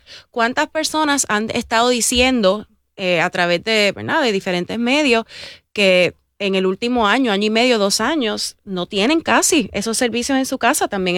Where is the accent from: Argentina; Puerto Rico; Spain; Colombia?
Puerto Rico; Guaynabo; Yo crecí en el campo en Guaynabo